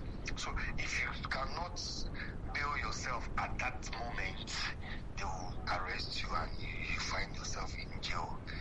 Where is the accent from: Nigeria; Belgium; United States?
Nigeria; now in South Africa